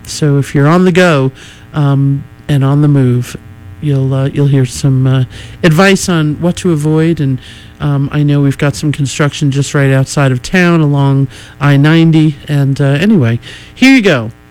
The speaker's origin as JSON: {"language": "English", "country": "United States", "said": "It's the 250th anniversary of our country, and I am proud to say I'm an American, a service member, mom, and daughter"}